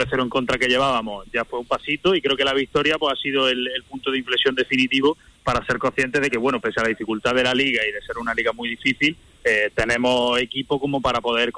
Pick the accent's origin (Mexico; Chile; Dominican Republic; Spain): Spain; Granada, Andalusia; Yo soy de Granada, yo soy granadino.